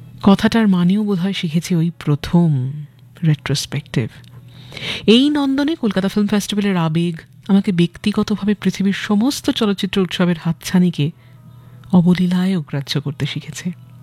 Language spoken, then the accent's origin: Bangla; Kolkata, West Bengal, India; আমাদের টালিগঞ্জের বাড়ি, টালিগঞ্জে যেখানে উনি থাকতেন, অবশ্যই সেই বাড়ি ইন্দ্রাণী পার্কের ওখানে, যেখানে আমি জন্মেছি, বড় হয়েছি।